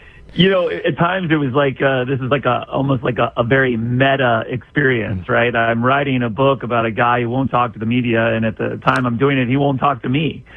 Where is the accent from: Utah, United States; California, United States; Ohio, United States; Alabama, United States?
Ohio, United States; Cincinnati; moved away; I spent a lot of time back in the Midwest, back where I was born. I'm born and raised in Cincinnati.